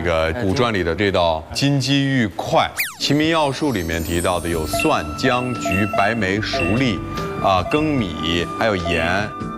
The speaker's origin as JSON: {"language": "Chinese", "region": "Henan", "country": "China"}